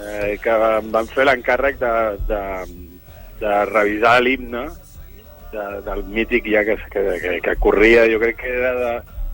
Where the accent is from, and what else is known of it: Sant Boi de Llobregat, Catalonia, Spain